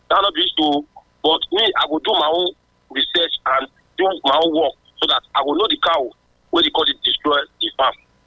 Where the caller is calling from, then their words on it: Use, Edo, Nigeria; I'm calling from Okungbowa.